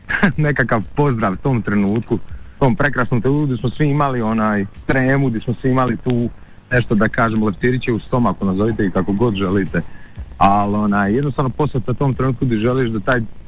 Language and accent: Croatian; Split-Dalmatia County, Croatia